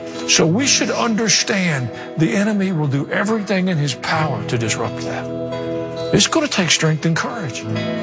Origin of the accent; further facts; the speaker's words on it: the South, United States; accent: Southern; People can sit anywhere on the planet that they have access to a cell phone and hear me preach in my southern accent